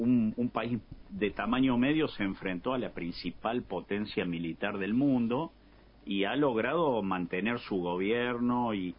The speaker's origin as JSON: {"language": "Spanish", "country": "Argentina"}